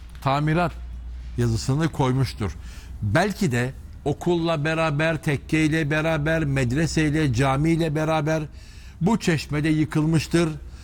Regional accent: Istanbul, Turkey; Ben 1974 İstanbul Fatih doğumluyum. Benim doğup büyüdüğüm yerler buralar.

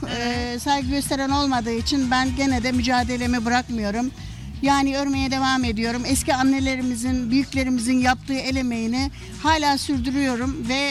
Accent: Bodrum, Muğla, Turkey; Evet, Bodrum yerlisiyim.

